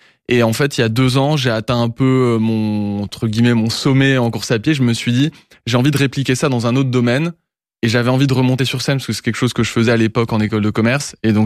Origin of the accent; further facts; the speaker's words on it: Grand Est, France; moved away; moi, je viens de Lorraine à la base, d'un petit village.